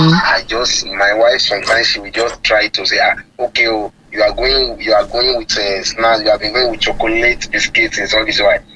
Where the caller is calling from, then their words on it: Ibadan, Oyo, Nigeria; I'm calling from Ibadan.